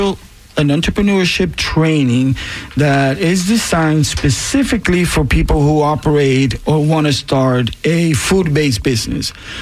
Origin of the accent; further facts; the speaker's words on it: Puerto Rico; accent: Puerto Rican; I'm going to say Latinos because I am Latinos. You can hear my Puerto Rican accent.